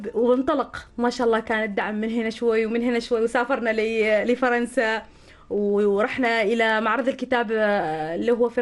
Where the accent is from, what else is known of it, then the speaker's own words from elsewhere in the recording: Oman; شيء خصنا كعمانيين